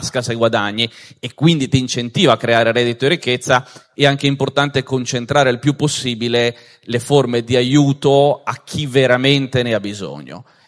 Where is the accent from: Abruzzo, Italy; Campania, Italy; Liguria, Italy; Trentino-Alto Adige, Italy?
Liguria, Italy; Genoa; Io sono genovese